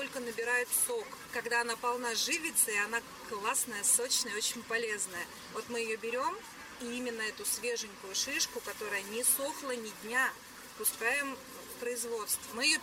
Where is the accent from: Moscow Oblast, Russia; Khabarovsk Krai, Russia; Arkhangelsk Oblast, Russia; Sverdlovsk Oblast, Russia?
Sverdlovsk Oblast, Russia; born or raised there